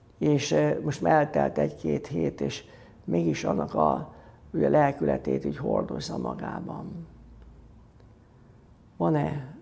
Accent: Budapest, Hungary; én a Angyalföldön a Kármen mellett nőttem föl, Szent László templomba jártam, mert az volt a plébánia

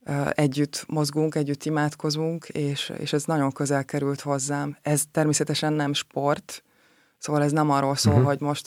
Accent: Lake Balaton, Hungary; ugye Balatonnál nőttem fel, illetve emlegettem sokat Finnországot.

